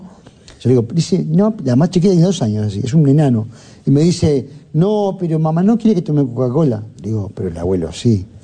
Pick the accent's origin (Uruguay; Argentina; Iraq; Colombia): Uruguay; Montevideo; cuando yo nací en Civil Silaboyá, después me mudé a Lucio Rodríguez y Camilo Las Tropas, que es al lado del Estadio del Cerro, a 2 cuadras del Estadio del Cerro. Y sí, era un barrio muy obrero.